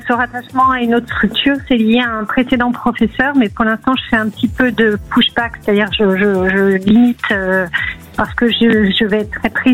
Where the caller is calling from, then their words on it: Île-de-France, France; Alors, moi, je suis proche de Paris, en région parisienne.